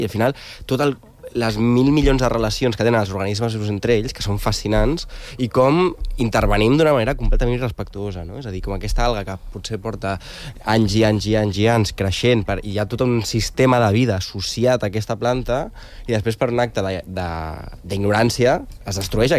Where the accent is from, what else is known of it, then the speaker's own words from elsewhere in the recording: Castelldefels, Catalonia, Spain; jo soc de Castelldefels, o sigui, tot Castefa, llavors, de la zona de la platja